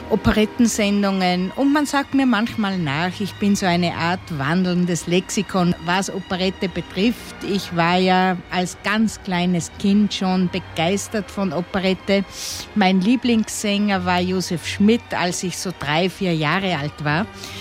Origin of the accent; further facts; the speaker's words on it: Eugendorf, Salzburg, Austria; Aus Eugendorf.